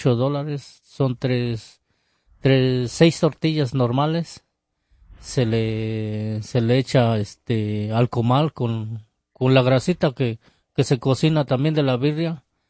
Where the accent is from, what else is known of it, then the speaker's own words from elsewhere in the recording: San Antonio de la Cal, Oaxaca, Mexico; now in United States; yo soy de San Antonio de la Cal. Una tierra, digamos, que todas las mujeres ahí se dedican a hacer las clayudas. Ahí es la cuna de las clayudas.